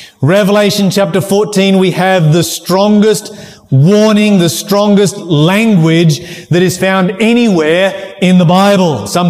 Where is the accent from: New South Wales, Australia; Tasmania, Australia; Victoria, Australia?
Tasmania, Australia; Glen Huon; also born or lived in Sandfly; I was a kid growing up in Glen Huon, or it might have been after I moved up to Sandfly. I can't remember which exactly.